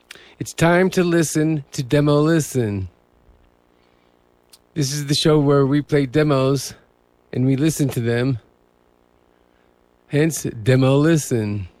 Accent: Canton, Ohio, United States; now in Los Angeles, United States; Well, my hometown is the next town over, Canton, Ohio.

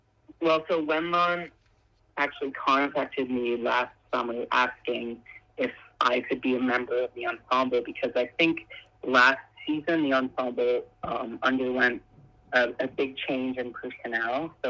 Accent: Ontario, Canada; moved away as an adult; now in Los Angeles, United States; Yeah, so I am a Canadian violinist. I live outside of Toronto, Canada.

